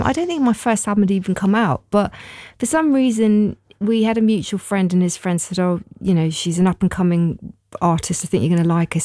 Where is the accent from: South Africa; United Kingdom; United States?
United Kingdom; London; I was born in SE18. You can take the girl out of London. You can't take the London out of the girl, but I'm a bit further away now.